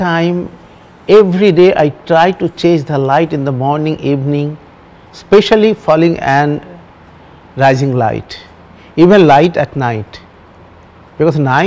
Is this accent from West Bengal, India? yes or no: yes; Tamluk, West Bengal, India; Where I was born and brought up in Tamluk, it is surrounded by water, water bodies, canal, rivers.